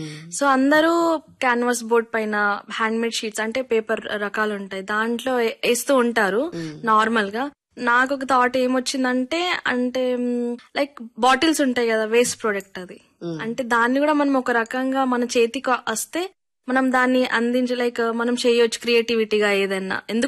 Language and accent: Telugu; Adilabad, Telangana, India; also born or lived in Madharpet / Salewada / Bela; మాది బేసికల్లీ మాదర్పేట అంటే దండపల్లి దగ్గర మంచిర్యాల డిస్ట్రిక్ట్. నేను పుట్టింది మా అమ్మమ్మ వాళ్ళ ఊరు సాలేవాడలో. అక్కడ నుంచి ఇంకా మమ్మీ డాడీ వాళ్ళకి జాబ్స్ అని చెప్పేసి కొబ్బాయిలో వాళ్ళ జాబ్స్ చూసుకున్నారు. మళ్ళీ బేలాకి ట్రాన్స్ఫర్ అయ్యాం, బేలా నుండి ఆదిలాబాద్ కి ట్రాన్స్ఫర్ అయ్యాం.